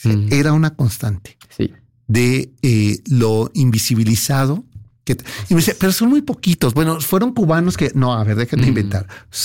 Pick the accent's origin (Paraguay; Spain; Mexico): Mexico; Costa Chica; Soy de la Costa Chica, entre Guerrero y Oaxaca.